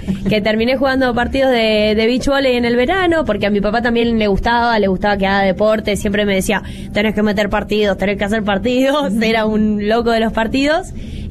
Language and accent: Spanish; Pavón Arriba, Santa Fe, Argentina; Arranqué en mi club, en mi pueblo, en Pavón Arriba